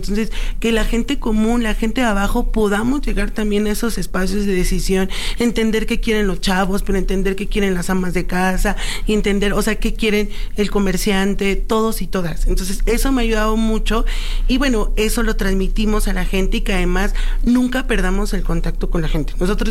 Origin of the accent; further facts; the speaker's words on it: Mexico City, Mexico; soy de Azcapotzalco, pues llevo recorriendo la alcaldía 20 años